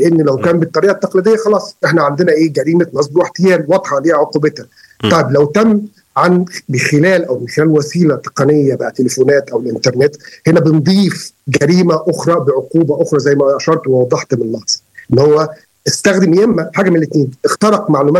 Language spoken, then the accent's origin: Arabic; Egypt; احنا بقى عندنا في مصر في قانون مخصص لهذا النوع من الجرائم